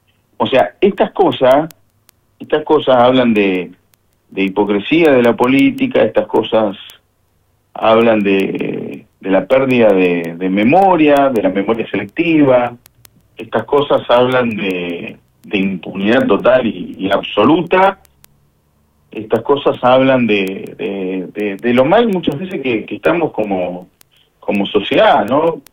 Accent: Argentina; con el difícil momento que nos toca atravesar como argentinos

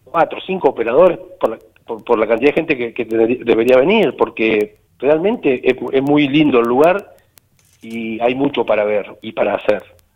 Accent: Puerto Deseado, Santa Cruz, Argentina; los tres somos nacidos en Puerto Deseado.

